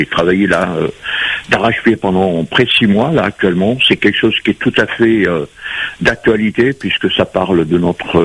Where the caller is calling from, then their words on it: Metropolitan France, France; J'appelle de Métropole.